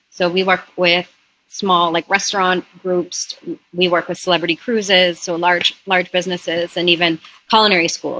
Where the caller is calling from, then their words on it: Ontario, Canada; I'm calling from the Niagara region, just outside of Toronto, Canada.